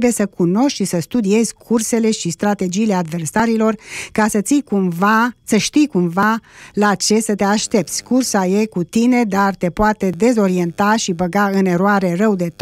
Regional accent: Romania

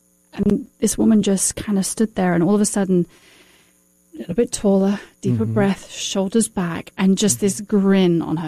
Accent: United Kingdom; I'm British.

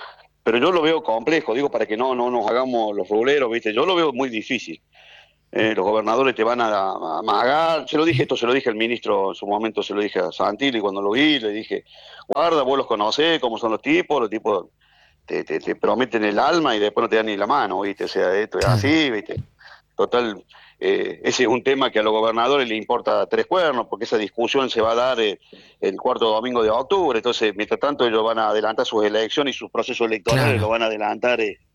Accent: Argentina; Yo soy el embajador argentino.

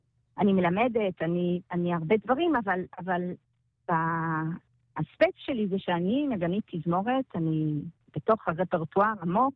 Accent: Lausanne, Vaud, Switzerland; Hebrew is a second language; moved away as an adult; now in Israel; אני גדלתי בשוויץ, הצרפתית, בלוזאן, כן.

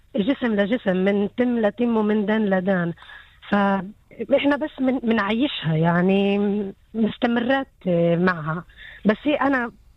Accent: Palestine; إحنا كرقصات عربيات فلسطينيات

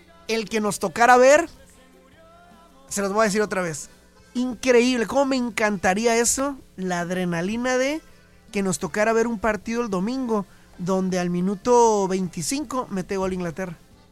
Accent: Mexicali, Baja California, Mexico; como buen mexicalense. Como buen norteño

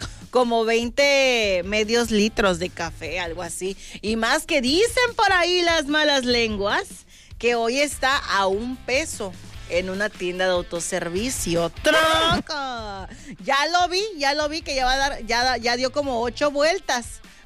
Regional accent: Mexico; como mexicanos, vale, que no tomamos.

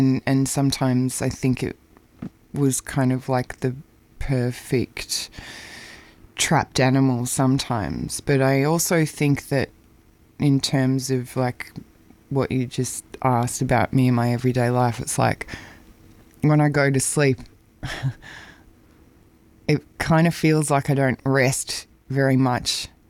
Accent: Melbourne, Victoria, Australia; It's my hometown

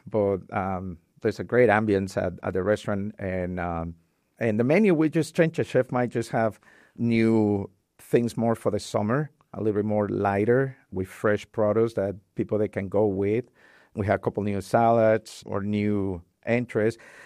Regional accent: Cancun, Quintana Roo, Mexico; moved away as an adult; now in Fargo area, United States; I'm from Cancun, Mexico. I moved over here 17 years ago.

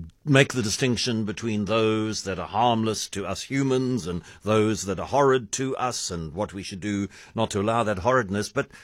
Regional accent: Eastern Cape, South Africa; I grew up in the Eastern Cape

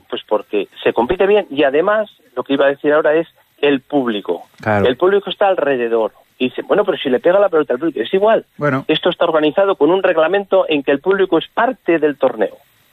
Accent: Pozalmuro, Castile and León, Spain; estamos en el pueblo, soy natural de Pozalmuro.

